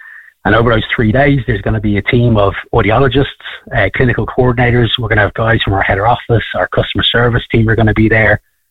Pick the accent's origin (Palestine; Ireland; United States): Ireland; Wicklow, Leinster; I'm from Wicklow originally.